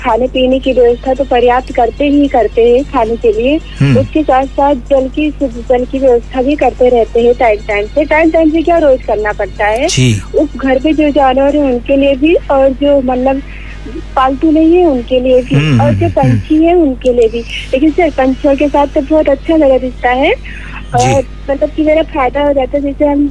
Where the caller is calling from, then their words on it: Gonda, Uttar Pradesh, India; मैं तो गोंडा में रहती हूँ।